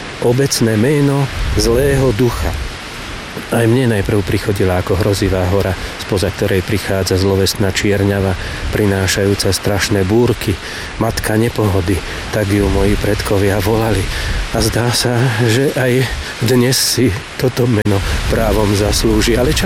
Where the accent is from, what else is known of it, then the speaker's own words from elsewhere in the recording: Žilina Region, Slovakia; som tu aj ako Oravec, ktorého rod pravdepodobne pochádza spod Babej hory z Veľkej Lipnice